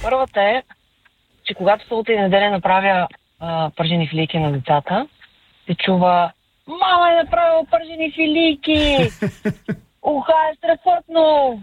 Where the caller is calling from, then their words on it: Sofia, Sofia City, Bulgaria; от София съм отново.